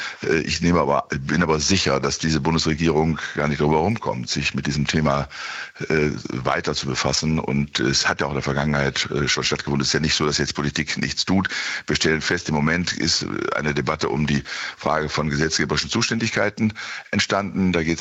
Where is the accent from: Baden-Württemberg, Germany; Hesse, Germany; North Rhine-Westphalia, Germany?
North Rhine-Westphalia, Germany; Bielefeld; born or raised there